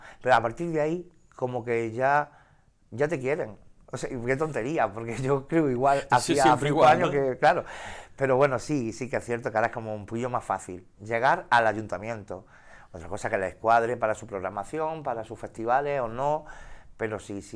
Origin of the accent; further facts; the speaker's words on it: Navas de San Juan, Andalusia, Spain; also born or lived in Linares; yo soy de pueblo y yo soy de las Navas de San Juan